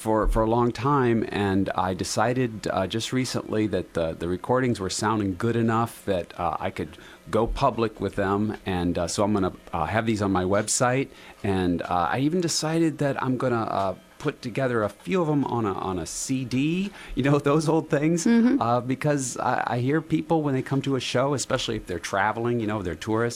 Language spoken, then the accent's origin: English; Ohio, United States; moved away as an adult; now in Northern Michigan, United States; Well, I come from Ohio. Grew up down there and then moved up north some years ago, off and on. But now I'm here permanently